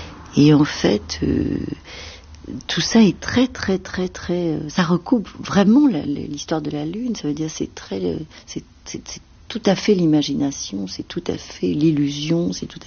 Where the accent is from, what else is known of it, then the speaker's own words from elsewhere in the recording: Tunisia; born there; moi je viens d'un pays arabe, ça veut dire que je viens de Tunisie, je suis née en Tunisie, et que la lune, c'est partout.